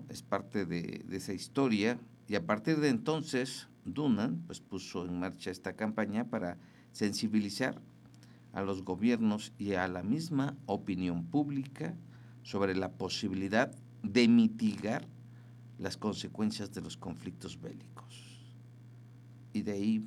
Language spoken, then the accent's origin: Spanish; Mexico; por aquí, por estos rumbos de nosotros como mexicanos